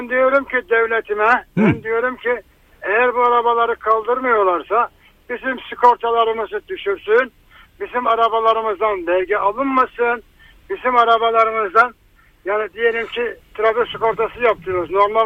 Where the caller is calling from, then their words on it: Hatay, Turkey; Ben Hatay'dan arıyorum.